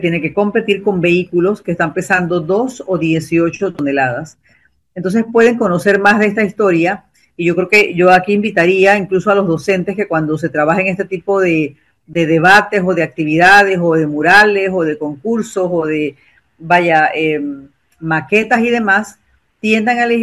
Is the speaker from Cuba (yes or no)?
no; Chiriquí, Panama; saben ustedes que yo soy de Chiriquí